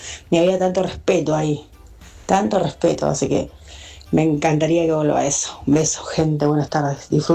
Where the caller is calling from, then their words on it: Burzaco, Buenos Aires Province, Argentina; de Bursaco.